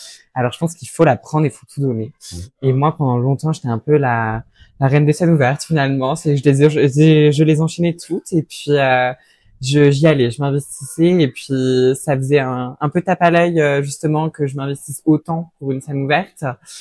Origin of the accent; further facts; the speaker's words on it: Normandy, France; moved away as an adult; now in Paris, France; Je suis originaire de Normandie, mais à 18 ans, j'ai voulu déménager à Paris